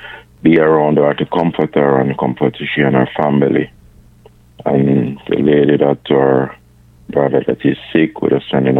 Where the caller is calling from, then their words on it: Mount Vernon, New York, United States; I am from Mount Vernon